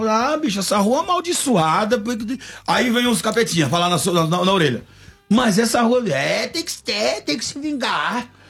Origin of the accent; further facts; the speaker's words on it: Goiás, Brazil; also born or lived in Brasília; Nasci em Brasília, fui criado no Goiás.